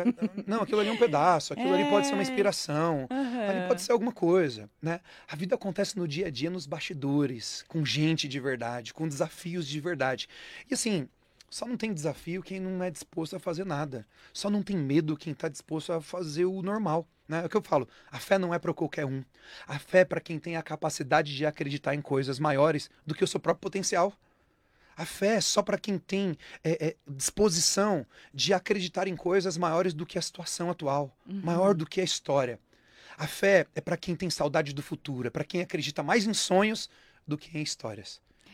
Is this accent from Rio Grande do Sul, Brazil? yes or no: no; Taboão da Serra, São Paulo, Brazil; eu morei a minha infância e a minha adolescência toda em Taboão da Serra. No bairro Jardim Salete, na periferia de Taboão da Serra.